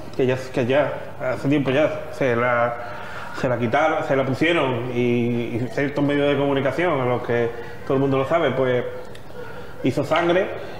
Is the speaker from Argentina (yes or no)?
no; Barbate, Andalusia, Spain